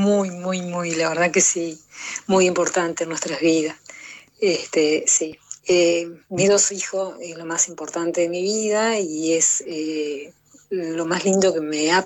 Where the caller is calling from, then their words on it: Gualeguay, Entre Ríos, Argentina; yo vivo en Gualeguay, no vivo acá. Mis dos hijos viven acá, yo vivo allá.